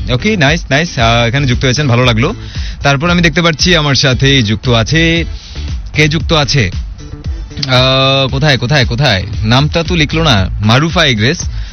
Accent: Bangladesh; as we are বাঙালি বা আমরা Bangladeshi, and being a Bangladeshi

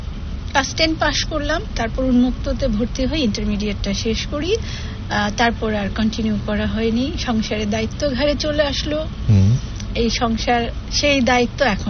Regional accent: Jamalpur, Mymensingh Division, Bangladesh; also born or lived in Savar; আমার ছোটবেলাটা কেটেছে জামালপুরে, আমি বড় হয়েছি আমার দাদার কাছে।

